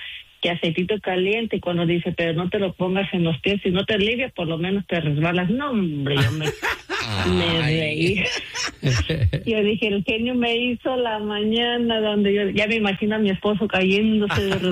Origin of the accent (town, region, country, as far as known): Guanajuato, Mexico